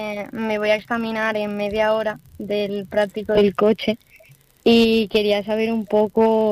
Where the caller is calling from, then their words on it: Ibiza, Balearic Islands, Spain; Te llamo desde Ibiza